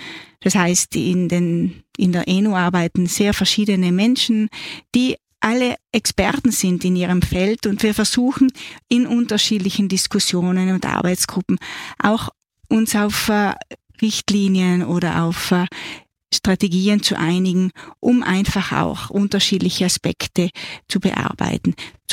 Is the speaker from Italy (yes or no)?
yes; Trentino-Alto Adige, Italy; now in Austria; Ich bin Südtirolerin, lebe aber nun seit über 35 Jahren in Österreich